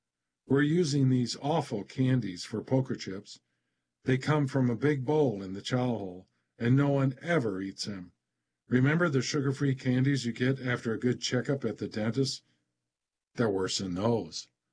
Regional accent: New York, United States; Roman is from Massachusetts. I'm from New York.

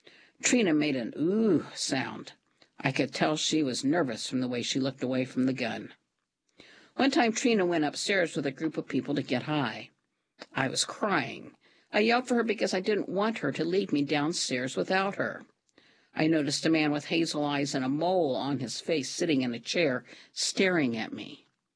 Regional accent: Lexington, Kentucky, United States; from Kentucky, and I was raised in a crack house. At the Charlotte Court Housing Project in Lexington, Kentucky, the apartment complexes were all the same.

